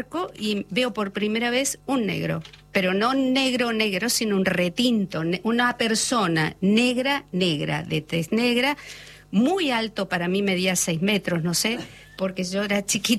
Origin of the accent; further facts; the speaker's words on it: Venezuela; born there; also born or lived in Spain / Puerto Rico / Martinique; Yo llegué a Venezuela después de estar un poquito en Puerto Rico, un poquito en Martinica. Un poquito. Yo era, y era, no, mis padres eran, ya salieron de España padres. Después de la posguerra.